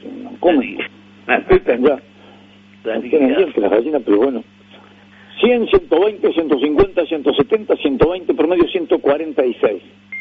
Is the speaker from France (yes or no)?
no; Uruguay; Yo soy el único uruguayo que es capaz de decir no sé una vuelta que no sabe.